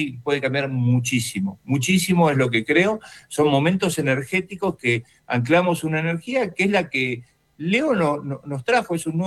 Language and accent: Spanish; Argentina; tiene que ver con lo que estamos viviendo como argentinos, ¿no?